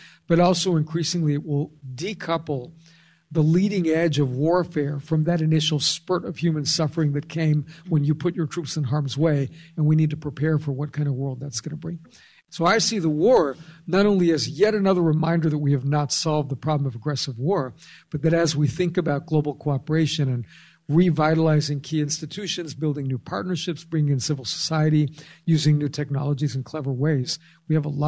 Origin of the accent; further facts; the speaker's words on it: California, United States; So in my home state of California in the early 1970s, it was not a happy thing to be driving around L.A.